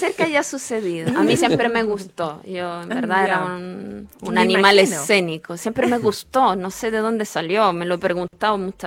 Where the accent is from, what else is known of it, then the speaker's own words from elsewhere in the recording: Rieti, Lazio, Italy; accent: Italian; Spanish is a second language; moved away as an adult; also born or lived in Rome; now in Chile; Entonces era una chica de provincia. Nací, me crié en Rieti. Ya a los 16 ya empecé a salir de la casa, ir a la capital para mis estudios. Pero de ahí soy, de ahí vengo, ahí está mi familia, mis orígenes